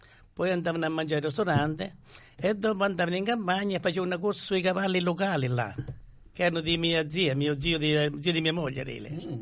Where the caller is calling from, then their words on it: Australia; siamo di Australia da giovanissimo